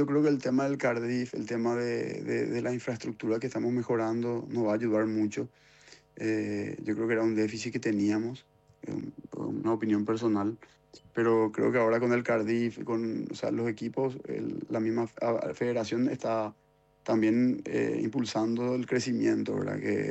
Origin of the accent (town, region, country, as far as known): Paraguay